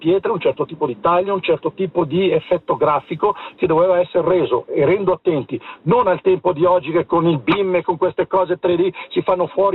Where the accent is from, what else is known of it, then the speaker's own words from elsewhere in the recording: Ticino, Switzerland; io, che vengo dal Mendrisiotto, da dove vengono le famose foto delle famose ville del signor Botta